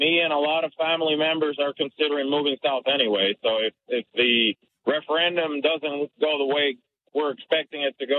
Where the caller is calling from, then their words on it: Alberta, Canada; Alberta's home. Alberta will always be home.